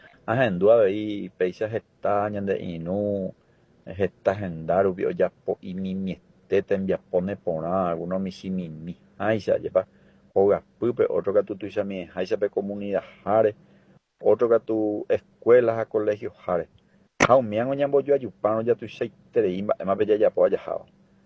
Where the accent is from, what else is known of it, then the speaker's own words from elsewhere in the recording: Paraguay; como sociedad, como ciudadanía paraguaya, en defensa del medio ambiente, en defensa de nuestra casa común.